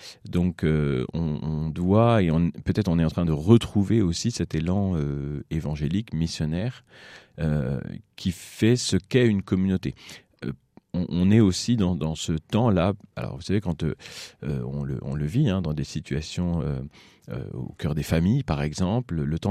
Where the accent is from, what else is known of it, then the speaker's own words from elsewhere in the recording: Bonnétable, Pays de la Loire, France; Je suis originaire de la paroisse de Bonnétable.